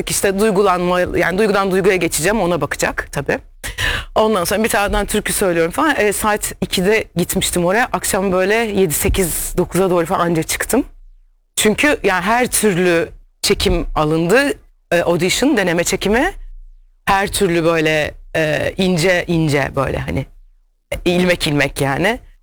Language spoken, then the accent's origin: Turkish; Trabzon, Turkey; Hani bambaşka yani hani Karadeniz canım memleketim yani o kadar seviyorum ki.